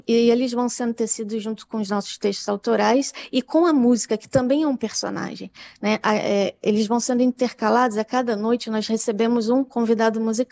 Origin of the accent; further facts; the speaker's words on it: Rio de Janeiro, Brazil; also born or lived in São Paulo; Eu também sou do Rio.